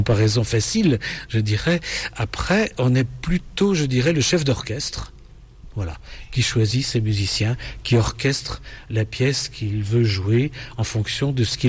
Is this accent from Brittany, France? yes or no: no; Besançon, Bourgogne-Franche-Comté, France; à Besançon, ma ville natale